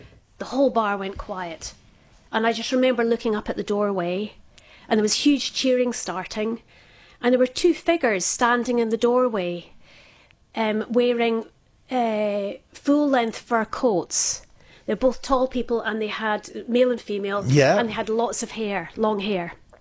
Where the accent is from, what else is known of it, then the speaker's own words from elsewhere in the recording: Glasgow, Scotland, United Kingdom; now in Australia; I grew up in Glasgow.